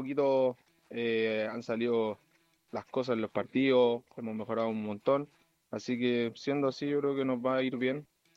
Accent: Santiago, Santiago Metropolitan Region, Chile

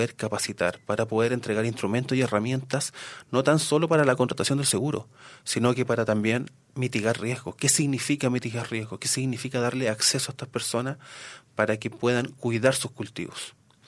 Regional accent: Valparaíso, Chile; moved away; Como soy de Valparaíso

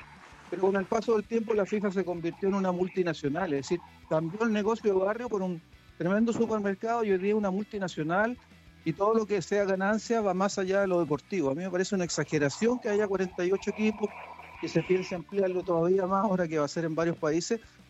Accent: Chile

